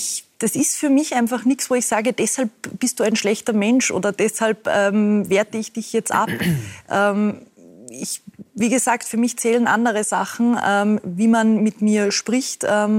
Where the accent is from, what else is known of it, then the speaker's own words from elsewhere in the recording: Ried im Innkreis, Upper Austria, Austria; now in Vienna, Austria; ich bin ja in Ried im Innkreis aufgewachsen